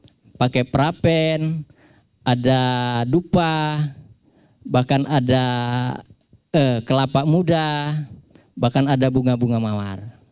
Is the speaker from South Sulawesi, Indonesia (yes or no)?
no; North Kalimantan, Indonesia; Kalau kita orang Tidung, penyucian besi ini pada waktu bulan Safar.